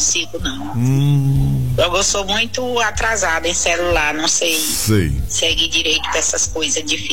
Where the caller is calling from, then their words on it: Grajaú, Maranhão, Brazil; Eu sou de Grajaú, Maranhão. Grajaú, eu sei que você conhece, fica entre Imperatriz Barra do Corda.